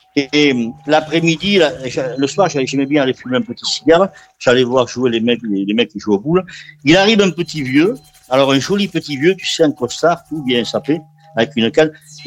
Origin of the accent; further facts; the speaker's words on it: Nouvelle-Aquitaine, France; accent: Landes; Mais nous, on a un accent landais. Moi, j'ai un accent, il est indéfinissable, parce que c'est un mélange des deux. Moi, je te dis, je suis, ma mère est charlossaise et mon père est navarrais.